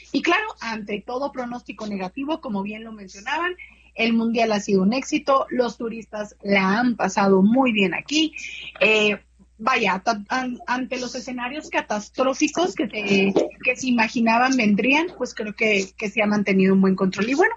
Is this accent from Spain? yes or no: no; Mexico